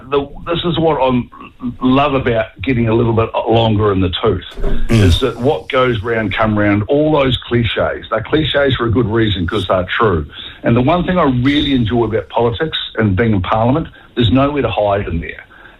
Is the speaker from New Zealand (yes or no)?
yes; West Coast, New Zealand; now in Wellington, New Zealand; I grew up on the West Coast, as you mentioned, and I used to go hunting and tramping up rivers.